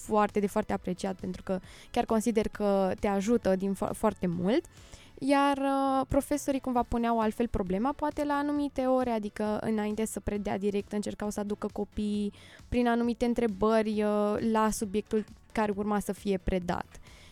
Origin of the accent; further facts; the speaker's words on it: Romania